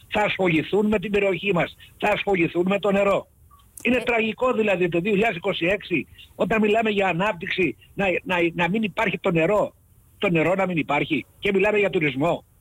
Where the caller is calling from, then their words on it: Greece; μια και είμαι από τον Αελιό